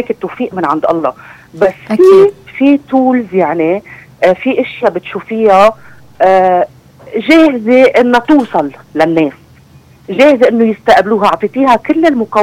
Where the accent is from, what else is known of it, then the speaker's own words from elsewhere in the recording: Lebanon; نحن كمواطنين لبنانية